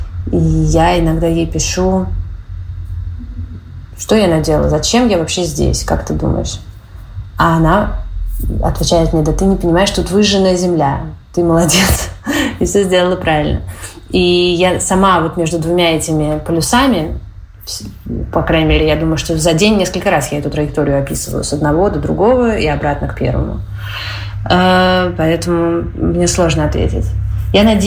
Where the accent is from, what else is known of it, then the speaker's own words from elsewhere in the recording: Moscow, Russia; moved away as an adult; я родилась и выросла в Москве